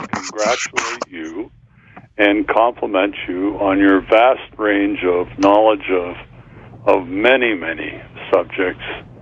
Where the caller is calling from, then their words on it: Brantford, Ontario, Canada; I'm calling from Brantford.